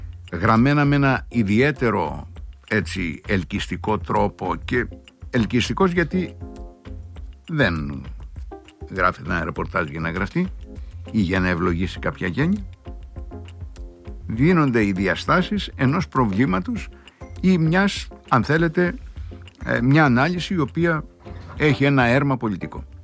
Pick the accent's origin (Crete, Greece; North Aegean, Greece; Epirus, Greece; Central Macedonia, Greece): Crete, Greece; όταν εγώ ζούσα στο χωριό μου, εκεί στα ορεινά της Κρήτης στο οροπέδιο, περνούσε κατά τις 3 η ώρα το λεωφορείο που ερχόταν από τη χώρα, δηλαδή από το Ηράκλειο